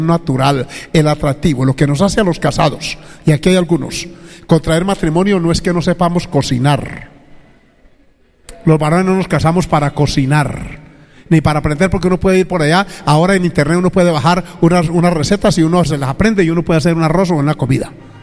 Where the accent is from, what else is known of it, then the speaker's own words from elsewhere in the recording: Antioquia, Colombia; yo soy de Antioquia